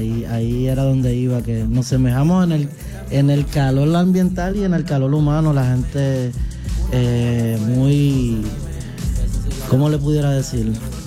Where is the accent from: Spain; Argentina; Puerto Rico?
Puerto Rico; Bayamón; born there; Pues yo nací en el pueblo de Bayamón, Puerto Rico.